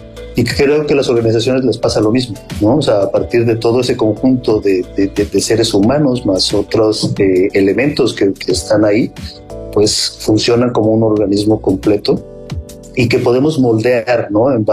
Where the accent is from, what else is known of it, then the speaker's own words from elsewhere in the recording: Mexico; born there; efectivamente, un individuo que nací en México